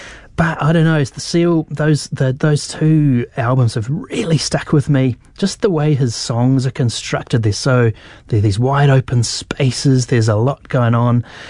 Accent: Wellington, New Zealand; I grew up in Kelburn and Karori, and until the year 2001, I'd never even been to America other than on a holiday.

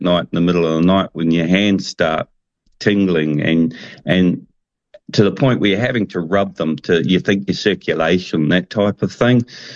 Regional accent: Gisborne, New Zealand; Because I grew up on the East Coast in Gisborne, and back then there was no such things as using, like nowadays, all your equipment that you've got and your tools available to you and the machinery available to you.

